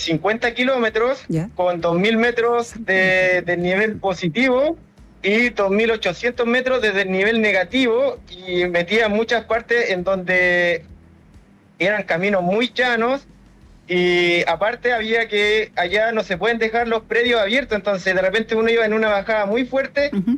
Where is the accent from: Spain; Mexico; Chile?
Chile; ya voy de regreso a Chile, que a pesar de que acá es un país hermoso, pero bien. Extraño mis raíces y ya voy de vuelta.